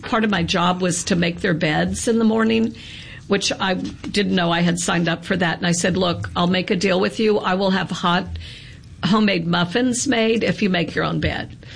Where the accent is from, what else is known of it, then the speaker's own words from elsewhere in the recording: Natchez, Mississippi, United States; also born or lived in San Francisco, United States; I think about growing up in Natchez with like the soup course